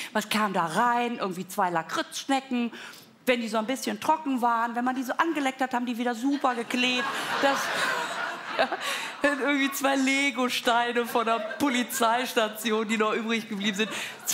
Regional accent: Münster, North Rhine-Westphalia, Germany; Ich komme aus Münster

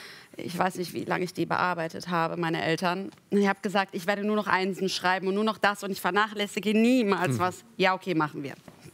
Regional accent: North Rhine-Westphalia, Germany; Ich bin Mädchen aus dem Dorf, ich komme aus der Nähe von Aachen.

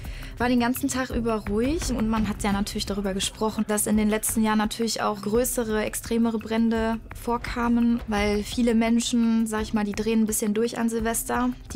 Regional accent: Duisburg, North Rhine-Westphalia, Germany; Ich komme aus Duisburg

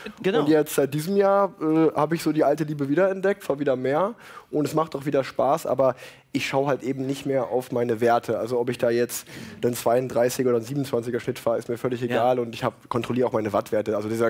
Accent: Unna, North Rhine-Westphalia, Germany; Ich bin in Unna groß geworden, in der Nähe von Dortmund, das heißt großer Borussia Dortmund-Fan

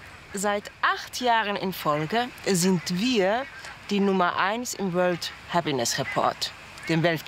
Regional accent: Lapland, Finland; moved away as an adult; now in Berlin, Germany; ich bin Schauspielerin. Aufgewachsen bin ich in Finnland, in einem kleinen finnischen Ort in der Nähe vom Polarkreis. Meine zweite Heimat ist schon seit über 20 Jahren Berlin.

